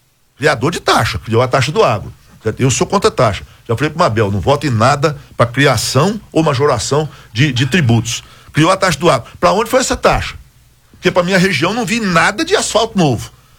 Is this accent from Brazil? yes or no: yes; Edéia, Goiás, Brazil; a Universidade Estadual de Goiás, lá da minha cidade, do Principado de Edéia, da minha mulher, foi fechada.